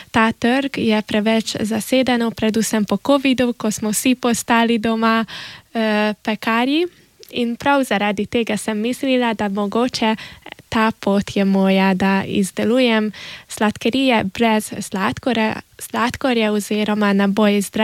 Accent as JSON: {"language": "Slovenian", "town": "Sakalovci", "region": "Vas", "country": "Hungary", "also_born_or_lived": "Budapest", "said": "Ja sem iz Sakalovec, sem porabska Slovenka, tako oče kot mama sta porabska Slovenca."}